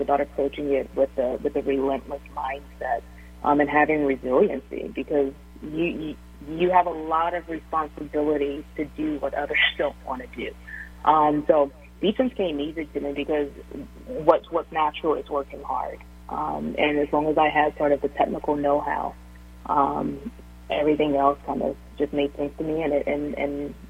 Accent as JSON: {"language": "English", "town": "Shreveport", "region": "Louisiana", "country": "United States", "said": "I came from Shreveport. I wasn't highly recruited."}